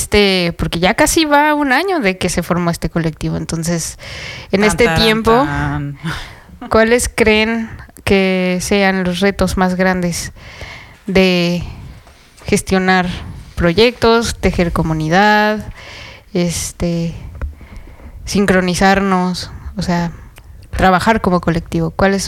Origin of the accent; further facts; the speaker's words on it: Mexico; now in North Rhine-Westphalia, Germany; somos cuatro mujeres mexicanas migrantes viviendo en Nordrhein-Westfalen, que tenemos trayectorias y backgrounds bastante diferentes, trabajos muy distintos.